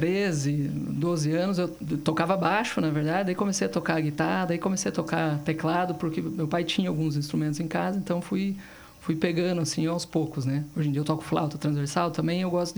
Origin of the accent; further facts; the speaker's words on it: Curitiba, Paraná, Brazil; Eu sou de Curitiba mesmo.